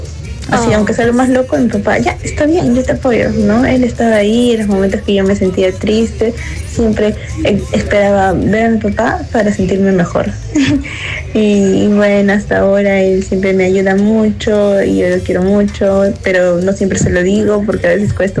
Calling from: Lima, Peru; del RIMAC

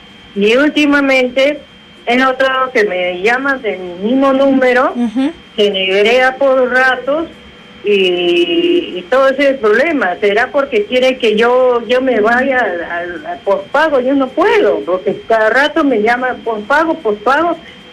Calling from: Ventanilla, Callao, Peru; Ventanilla.

